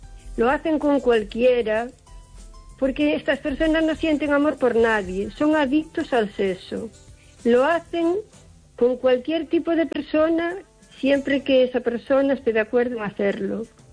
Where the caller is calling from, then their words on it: O Carballiño, Galicia, Spain; de Carballiño.